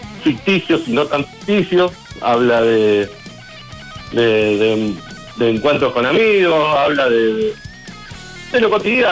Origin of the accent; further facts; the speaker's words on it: Arroyo Seco, Santa Fe, Argentina; Somos todos de Arroyo, sí.